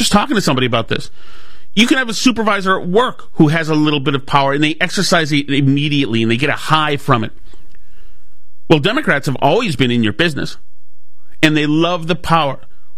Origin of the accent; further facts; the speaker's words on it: Winchester, Massachusetts, United States; I grew up in Winchester. We used to have the Sachems.